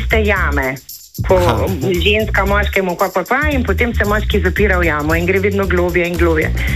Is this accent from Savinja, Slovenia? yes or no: yes; Dobrna, Savinja, Slovenia; Jaz sem iz Dobrne.